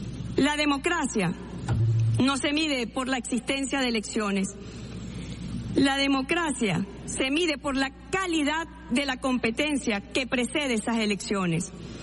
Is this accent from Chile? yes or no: no; Venezuela; las diferencias que como venezolanos tenemos, buscando siempre un horizonte a favor del país.